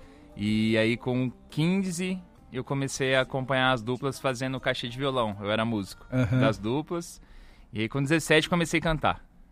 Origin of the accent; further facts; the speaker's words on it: Maringá, Paraná, Brazil; born there; A gente é de Maringá